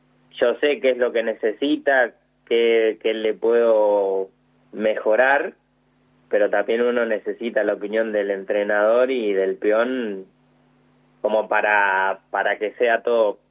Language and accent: Spanish; Dolores, Buenos Aires Province, Argentina; Somos de Dolores, sí.